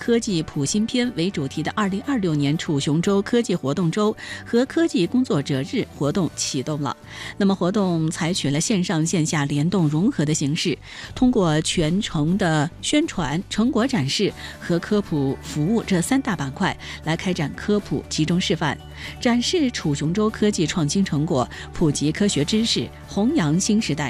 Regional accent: Yunnan, China; 咱们云南人

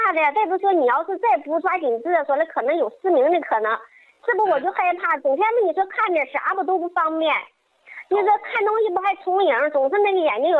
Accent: Qinhuangdao, Hebei, China; 我家是秦皇岛的。

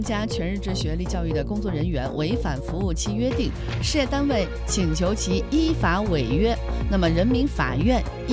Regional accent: Kunming, Yunnan, China; 这是独属于我们昆明人的嘚瑟。

